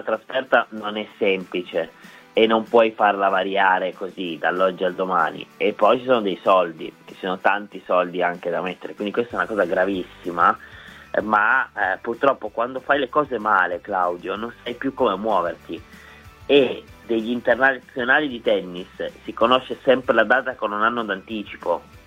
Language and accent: Italian; Turin, Piedmont, Italy; comunque sono di Torino, ci metto 25 minuti ad arrivare allo stadio